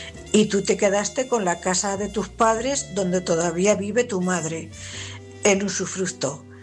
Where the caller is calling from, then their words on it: Cuenca, Castilla-La Mancha, Spain; corresponsal de Cuenca.